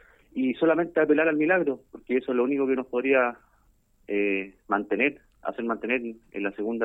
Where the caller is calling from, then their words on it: Talca, Maule, Chile; aquí en Talca